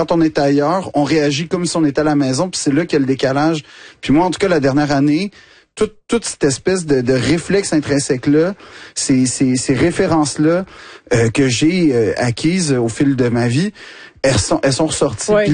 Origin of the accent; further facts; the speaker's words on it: Quebec, Canada; Moi, j'ai grandi dans l'West Island. Puis, ce qui veut dire que j'ai probablement grandi dans ce qui est le bastion anglophone du Québec, carrément.